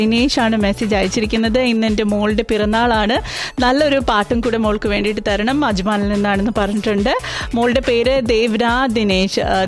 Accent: Thiruvananthapuram, Kerala, India; ഒരുപാട് ഇഷ്ടം വരുമ്പോൾ ഭയങ്കര ഇഷ്ടമാണ്, ഞങ്ങൾ തിരുവനന്തപുരത്തുകാരെ അങ്ങനെ പറയാറുണ്ട് കേട്ടോ.

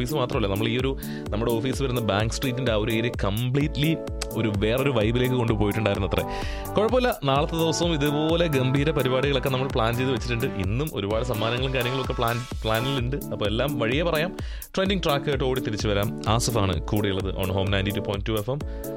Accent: Kerala, India

